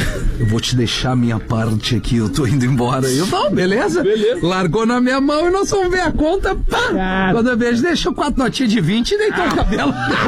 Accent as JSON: {"language": "Portuguese", "town": "Porto Alegre", "region": "Rio Grande do Sul", "country": "Brazil", "tie": "born there", "said": "Eu nasci em Porto Alegre, né?"}